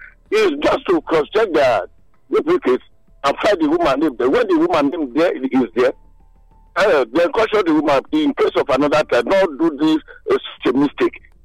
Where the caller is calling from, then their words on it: Benin City, Edo, Nigeria; I'm calling from Azaba, Benin City.